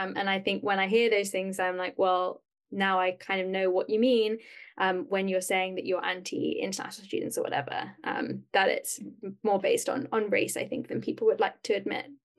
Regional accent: England, United Kingdom; moved away as an adult; now in Canada; being an English person living in English speaking countries, that I am not really read as an immigrant at all. So though people are like interested that I'm from the UK

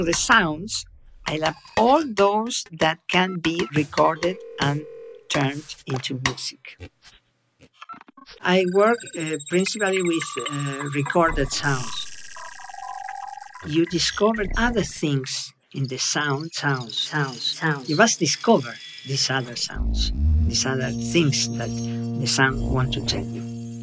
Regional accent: Argentina

